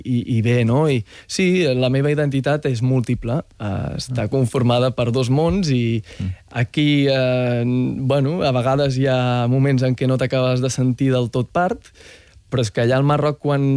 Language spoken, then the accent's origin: Catalan; Catalonia, Spain; m'emociono, és el país que va acollir els meus pares als anys 90 i m'estimo molt Catalunya i sóc català, també sóc marroquí, sóc musulmà i jo m'estimo molt aquest país